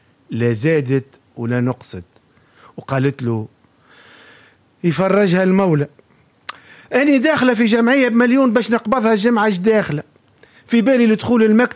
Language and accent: Arabic; Tunisia; احنا تونسي ديما في جرة بعضه الشيء